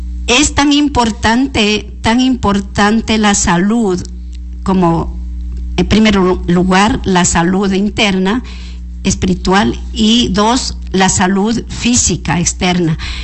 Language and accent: Spanish; Cuenca, Azuay, Ecuador; Vengo de la ciudad de Cuenca y es un gustazo.